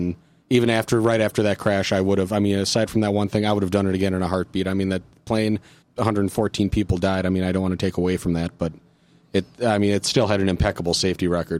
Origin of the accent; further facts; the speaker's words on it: Oshkosh, Wisconsin, United States; I was born here. I grew up here in Oshkosh, still live here today.